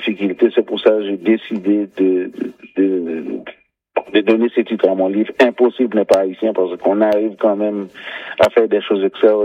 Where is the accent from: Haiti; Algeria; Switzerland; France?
Haiti; Mais étant donné que je suis haïtien, j'ai quand même un parcours assez atypique.